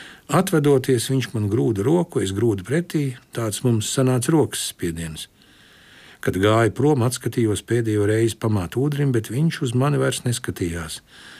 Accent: Riga, Latvia; Gandrīz, kā manā bērnībā Brassā.

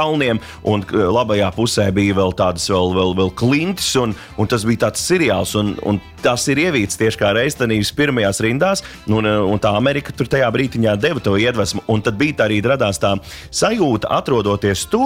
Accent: Vidzeme, Latvia; viss video ir savukārt filmēts manā dzimtajā pusē, jo tur ir gan kadri gan no Raiskuma, gan arī no Straupes un tam līdzīgi, tā kā visur ir, tur ir mana dzimtā puse.

